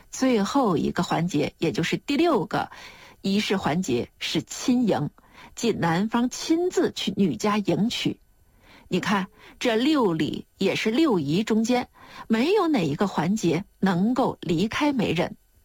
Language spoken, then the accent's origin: Chinese; China; 我们中国人是以夫妇为人伦之首的。